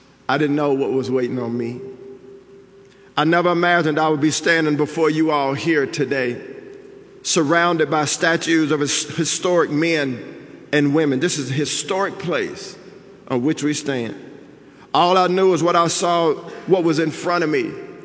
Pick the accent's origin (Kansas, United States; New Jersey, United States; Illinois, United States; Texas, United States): Texas, United States; You know, the Cowboys could have drafted me, by the way. I'm from Texas.